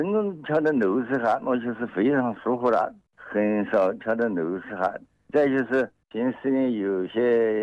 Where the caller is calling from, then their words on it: Qianjiang, Hubei, China; 湖北潜江市的周根滩。